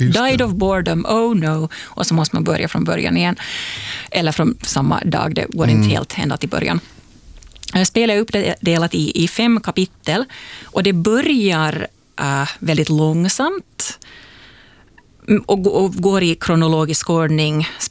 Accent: Finland; Så det är just så som vi finländare vill ha det.

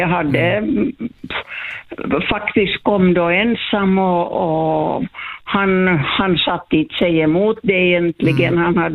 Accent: Finland; moved away as an adult; also born or lived in Canada; jag var finsk medborgare fortfarande.

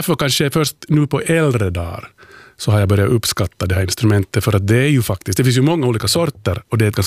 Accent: Southern Finland, Finland; som finlandssvensk i södra Finland

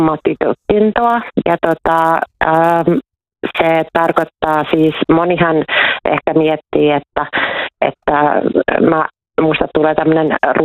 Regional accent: Helsinki, Uusimaa, Finland; vaikka olen helsinkiläinen

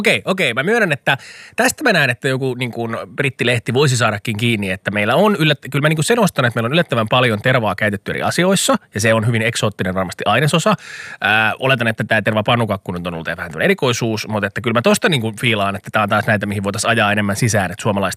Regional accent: Kerava, Uusimaa, Finland; now in Helsinki, Finland; rakkaassa kotikaupungissani Keravalla

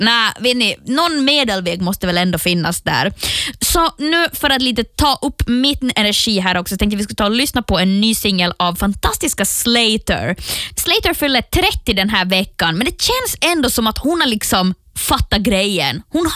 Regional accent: Ostrobothnia, Finland; now in Stockholm, Sweden; Vi är alla från Österbotten, men nu är vi ju lite utspridda i världen.

